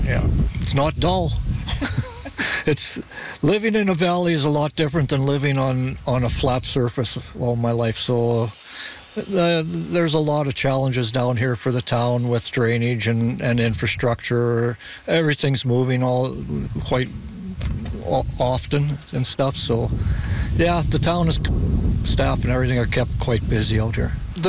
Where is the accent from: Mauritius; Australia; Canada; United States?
Canada; Balgonie, Saskatchewan; moved away as an adult; now in Regina Beach, Canada; I'm originally from Balgoni. I grew up there and my wife and I raised our family there